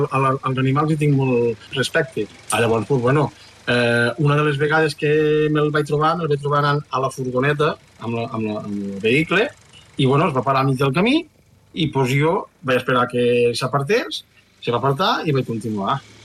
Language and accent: Catalan; Aitona, Catalonia, Spain